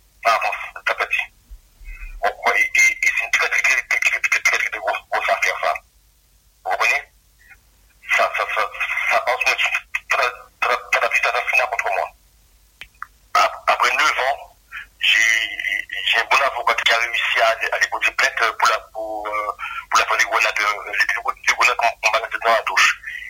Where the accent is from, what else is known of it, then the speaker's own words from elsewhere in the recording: Guadeloupe; sachez une chose, moi je suis un Guadeloupéen et j'ai le mental, et la force de tenir malgré tout.